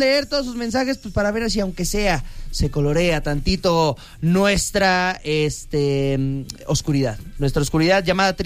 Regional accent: Mexico; soy mexicano a más no poder

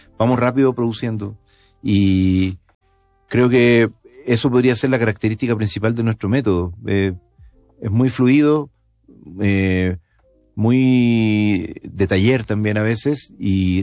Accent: Chile; Somos chilenos, somos músicos

